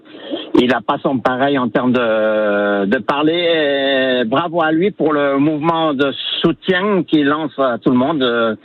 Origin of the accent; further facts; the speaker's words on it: Grand Est, France; accent: un peu lorrain; moved away as an adult; now in Hérault, France; j'ai un accent un peu lorrain, relié au sud depuis 26 ans.